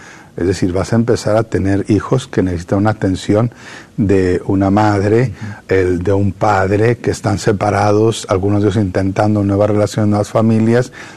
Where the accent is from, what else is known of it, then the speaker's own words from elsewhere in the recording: Parral, Chihuahua, Mexico; also born or lived in Ciudad Juárez; nosotros llegamos con una familia migrante, nos trasladamos de Parral, Chihuahua, al sur del estado de Chihuahua, en México, hacia Ciudad Juárez en 1980. Los 12 hijos con papá y mamá, allá fuimos a parar a Ciudad Juárez.